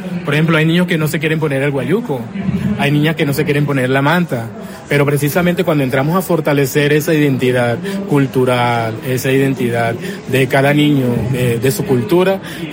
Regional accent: Aracataca, Magdalena, Colombia; born there; now in La Guajira, Colombia; yo soy del Magdalena, nací en Aracataca, Magdalena, esa tierra de Macondo que me ha enseñado mucho, y precisamente de Macondo, como yo nací allá en una casita de bareque, en una casita de barro

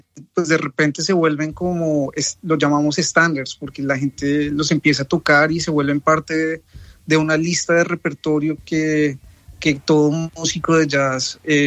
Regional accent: Colombia; now in New York, United States; Yo creo que el hecho de ser latino, el hecho de venir de Colombia, que es un país muy rico en distintas tradiciones musicales, tenemos una diversidad increíble en las regiones.

